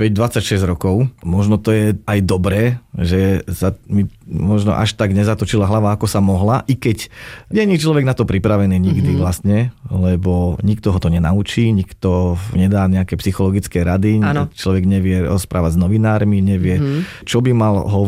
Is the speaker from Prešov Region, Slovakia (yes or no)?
no; Veľký Krtíš, Banská Bystrica Region, Slovakia; Som vyrastal vo Veľkom Krtíši, neboli veľké možnosti niekam